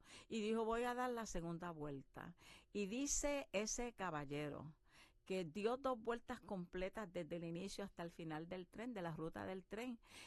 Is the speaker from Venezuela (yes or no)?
no; San Sebastián, Puerto Rico; El Festival de la Hamaca en San Sebastián, mi pueblo natal, es precioso.